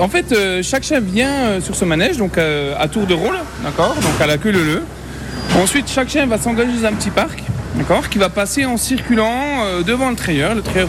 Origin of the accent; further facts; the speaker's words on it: Besançon, Bourgogne-Franche-Comté, France; born there; Non, je suis né à Besançon, voilà.